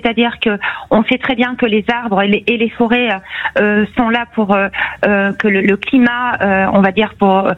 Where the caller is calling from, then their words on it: Lège-Cap-Ferret, Nouvelle-Aquitaine, France; moi j'habite au Cap Ferret